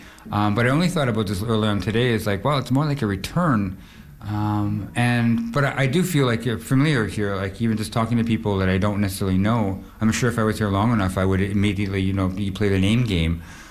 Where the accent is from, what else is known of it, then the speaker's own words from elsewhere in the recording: Winnipeg, Manitoba, Canada; So I was born and raised in Winnipeg, but my mother comes from this community, and her parents come from this community.